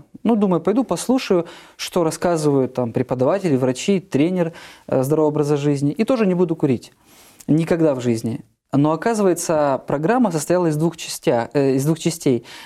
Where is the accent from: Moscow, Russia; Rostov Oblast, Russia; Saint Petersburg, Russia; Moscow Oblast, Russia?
Rostov Oblast, Russia; Rostov-on-Don; moved away as an adult; Я родился в Ростове-на-Дону, это мой родной город. 25 лет жизни своей там прожил. Угу. Вот, сегодня мне 30